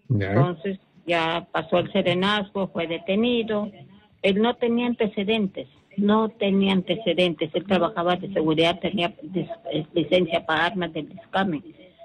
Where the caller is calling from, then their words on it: Piura, Peru; de Piura.